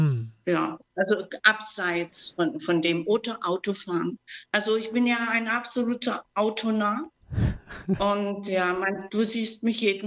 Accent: Germany; Heimat? Also Deutschland ist erstmal meine Heimat.

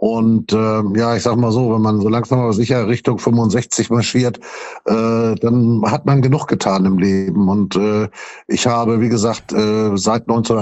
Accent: Fehmarn, Schleswig-Holstein, Germany; moved away as an adult; now in Thailand; Ich bin auf der Ostseeinsel Fehmarn ja groß geworden.

